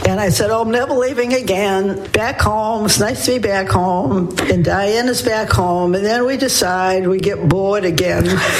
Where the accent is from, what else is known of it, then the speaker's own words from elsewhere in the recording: South Portland, Maine, United States; moved away as an adult; also born or lived in St. Johnsbury, Vermont; I was born in St. Johnsbury, Vermont, because my father worked for Shell Oil and got transferred up there. But actually, I grew up in South Portland from the time I was 4 years old until I spread my wings and left.